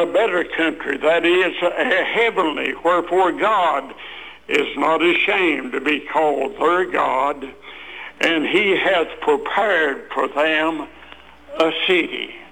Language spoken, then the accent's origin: English; Mount Airy, North Carolina, United States; she asked me where I was from, and I probably told her that I was from Mount Airy.